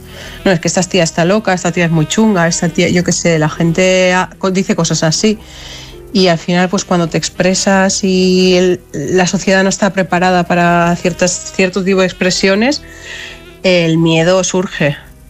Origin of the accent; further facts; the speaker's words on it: Basque Country, Spain; now in Barcelona, Spain; teniendo en cuenta además que soy vasca. O sea, que es que en Euskadi se dice y se comenta que la gente se reproduce por esporas.